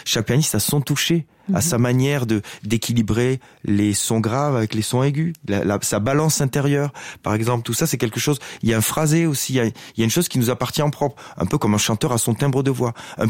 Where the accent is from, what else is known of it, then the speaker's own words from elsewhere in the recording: Occitanie, France; Donc moi je suis des Hautes-Pyrénées, donc c'est un endroit où, voilà, c'est l'endroit où je suis né et où j'habite encore aujourd'hui d'ailleurs